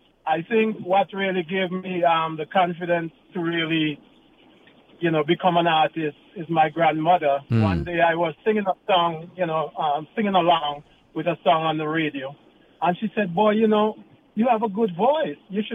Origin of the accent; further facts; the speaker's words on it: St. Vincent & Grenadines; born there; because I was born in St. Vincent and the Grenadines.